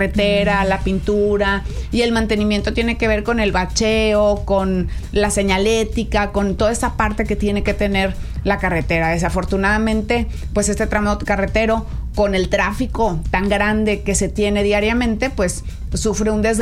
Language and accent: Spanish; Coahuila, Mexico; los proyectos para mi estado de Coahuila